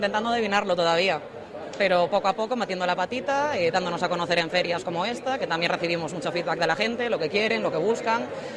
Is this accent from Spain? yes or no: yes; Pontevedra, Galicia, Spain; De aquí, de Pontevedra.